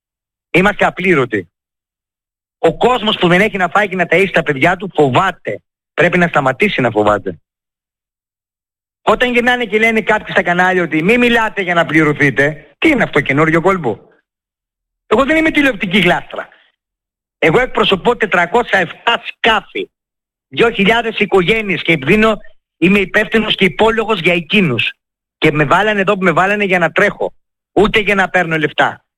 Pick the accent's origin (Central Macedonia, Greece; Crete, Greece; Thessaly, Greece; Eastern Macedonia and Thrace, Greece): Thessaly, Greece